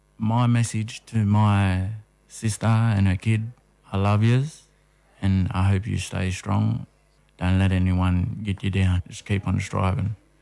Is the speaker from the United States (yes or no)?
no; Walgett, New South Wales, Australia; born there; I was around 5. My mum let me go and live up Walgett with my father, family